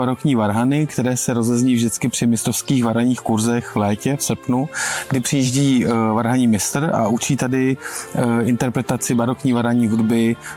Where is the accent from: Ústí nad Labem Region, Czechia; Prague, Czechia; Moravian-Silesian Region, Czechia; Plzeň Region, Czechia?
Plzeň Region, Czechia; Úterý; Když někde řeknou, že jsem z Úterý, tak se mě každý ptá, co to je, kde to je.